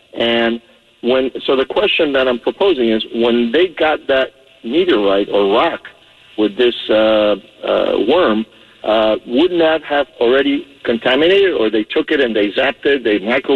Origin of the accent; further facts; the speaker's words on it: Argentina; now in Florida, United States; I'm originally from Argentina